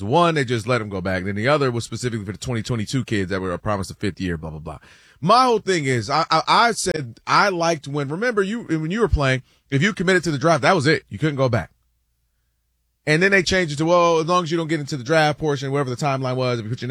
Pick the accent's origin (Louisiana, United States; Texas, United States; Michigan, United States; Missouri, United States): Michigan, United States; Ann Arbor; I'm born and raised in Ann Arbor.